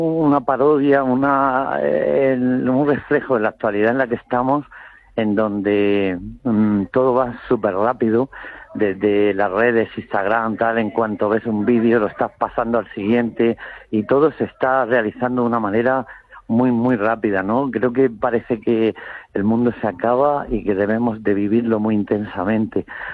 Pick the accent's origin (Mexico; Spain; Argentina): Spain; Region of Murcia; El lugar de origen mío, claro, de mi tierra, de exacto. Murcia.